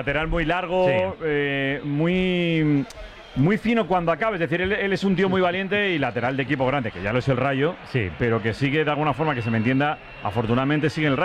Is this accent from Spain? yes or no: yes; Legazpi, Basque Country, Spain; Por parte de padre, Losar de la Vera, y el mío que es Legazpi.